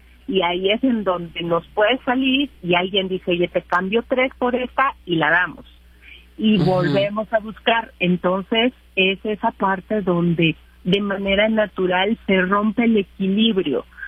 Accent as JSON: {"language": "Spanish", "country": "Mexico", "said": "queremos, como mexicanos, pues queremos ser partícipes"}